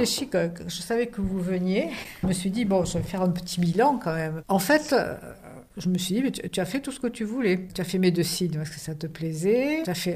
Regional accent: Southern France, France; Après, sinon, non, quand on vient du sud de la France, Montréal, le Canada

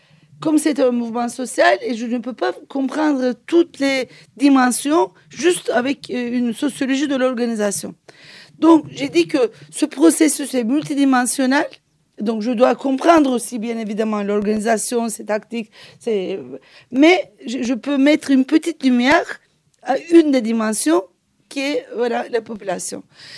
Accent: Turkey; French is a second language; J'ai grandi, je suis une Turque, je vis en Istanbul

